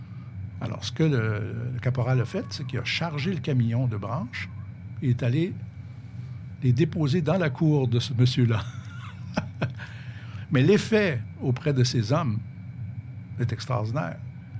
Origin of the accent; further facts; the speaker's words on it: Quebec, Canada; Nous, chez nous, au Québec